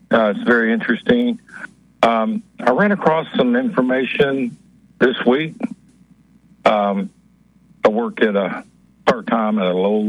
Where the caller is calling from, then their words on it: Arkansas, United States; from Arkansas.